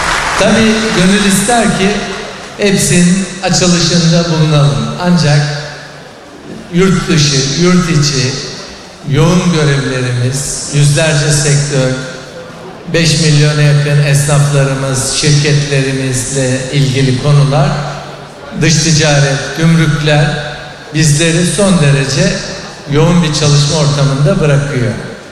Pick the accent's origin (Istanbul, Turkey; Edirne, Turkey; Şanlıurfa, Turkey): Istanbul, Turkey; Ben aslen Konyalı olmakla beraber İstanbul'da doğmuş büyümüş bir kardeşinizim.